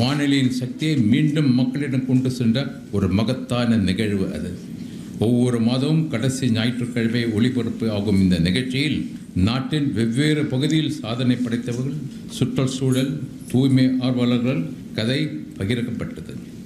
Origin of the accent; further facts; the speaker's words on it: Gudalur, Tamil Nadu, India; born there; 1953 நான் பிறந்தேன். ஊட்டி பக்கத்து கூடலூர் என்ற கிராமத்தில்